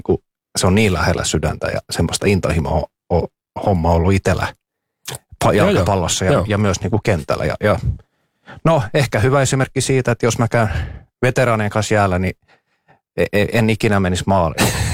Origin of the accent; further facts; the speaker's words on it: Ostrobothnia, Finland; kun Pietasaaresta ja mä oon sieltä maaseudulta kotoisin